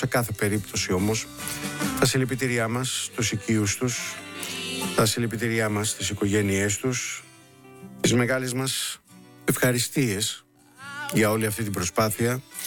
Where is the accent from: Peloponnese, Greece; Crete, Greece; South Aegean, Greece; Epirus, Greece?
Peloponnese, Greece; born there; και ένας στο Γήθιο, εκεί, στην ιδιαίτερη πατρίδα μου ουσιαστικά, Λάκωνες είμαστε όλοι.